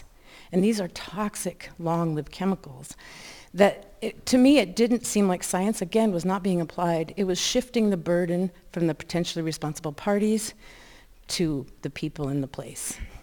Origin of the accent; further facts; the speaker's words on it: Missoula, Montana, United States; I grew up here in Missoula, surrounded by Superfund sites. I grew up on the north side